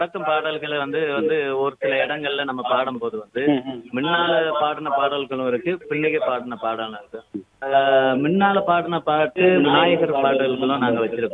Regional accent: Tamil Nadu, India; born there; நான் தமிழ்நாட்டுல இருந்து வந்திருக்கேன், நான் தமிழ் மண்ணில பிறந்தவன், தமிழ் மட்டும் தான் பண்ணுவேன்.

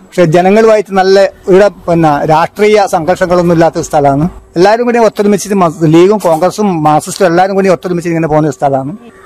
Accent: Kerala, India; ജനിച്ചു വളർന്നത് ഇവിടെ തന്നെ.

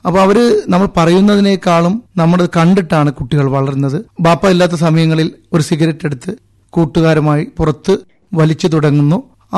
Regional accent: Kavaratti, Lakshadweep, India; ഞാൻ കവരത്തി സ്വദേശിയാണ്.

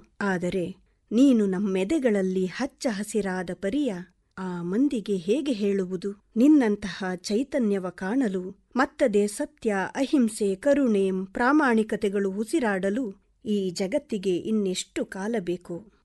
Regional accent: Kodagu, Karnataka, India; moved away as an adult; also born or lived in Tiptur / Tumakuru / Belagavi; now in Mysore, India; ಮೂಲತಃ ಕೊಡಗಿನವಳು.

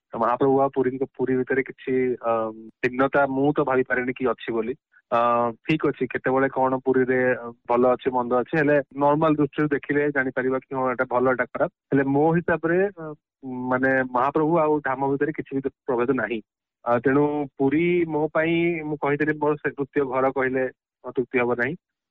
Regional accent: Dhenkanal, Odisha, India; born there; now in Hyderabad, India; ଓଡ଼ିଶାରେ ମୋ ଜନ୍ମସ୍ଥାନ ଢେଙ୍କାନାଳ, ହେଲେ ମୋ ମନର ଜାଗା ହେଲା ପୁରୀ।

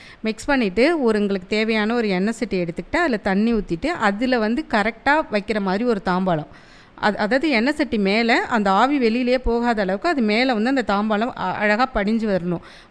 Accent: Thenkudi, India; தென்குடி தான் சார்.

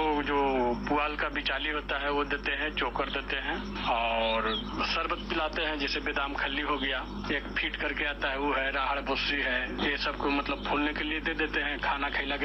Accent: Ara Gate, Jharkhand, India; हम आरा गेट के रहने वाले हैं।

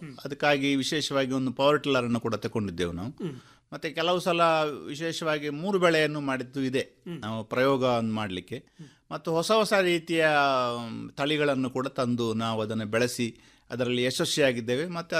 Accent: Punacha, Karnataka, India; also born or lived in Sajipa Mooda / Puttur; 61ನೇ ಇಸವಿಯಲ್ಲಿ ನಾನು ಹುಟ್ಟಿದ್ದು ಬಂಟ್ವಾಳ ತಾಲೂಕಿನ ಪುಣಚ ಗ್ರಾಮದಲ್ಲಿ. ತಂದೆ ತಾಯಿ ಇಬ್ಬರು ಕೂಡ ಕೃಷಿಕರು. ನಾವು 5 ಜನ ಮಕ್ಕಳು

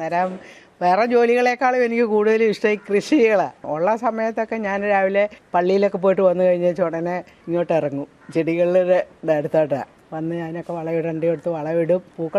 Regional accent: Changanassery, Kerala, India; Changanassery.

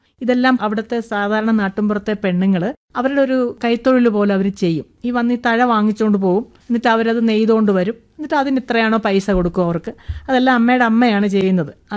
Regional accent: Pallana, Kerala, India; moved away as an adult; also born or lived in Punnapra, Alappuzha / Changanassery; now in Palakkad, India; ഞാൻ ജനിച്ചു വളർന്ന സ്ഥലം എന്ന് പറയുന്നത് ആലപ്പുഴ ജില്ലയിൽ കാർത്തിയപ്പള്ളി താലൂക്ക് തൃക്കുന്നപ്പുഴ പഞ്ചായത്തിൽ പല്ലന പാനൂർ.

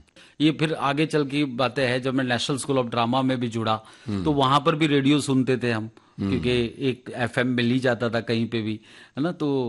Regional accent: Ahmedabad, Gujarat, India; वो हमारे अहमदाबाद में ही, अहमदाबाद हाँ। हमारा जो एक मोहल्ला है, जो हमारा गांव है छारा नगर गांव, तो वहां पर रहते थे।

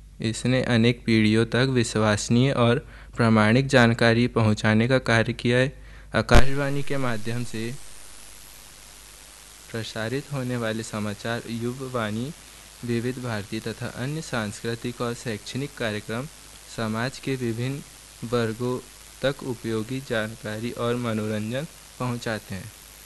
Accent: Chhindwara district, Madhya Pradesh, India; मैं मध्य प्रदेश के छिंदवाड़ा जिले का निवासी हूँ तथा शासकीय और प्रशिक्षण संस्थान छिंदवाड़ा में डीजल मैकेनिक ट्रेड का छात्र हूँ।

